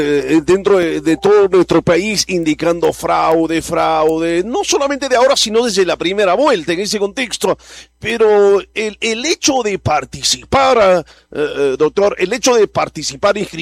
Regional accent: Junín, Peru; nuestra región Junín

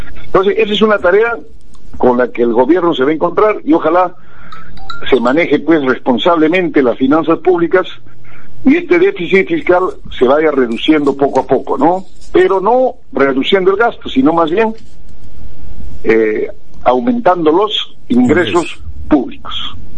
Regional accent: Peru

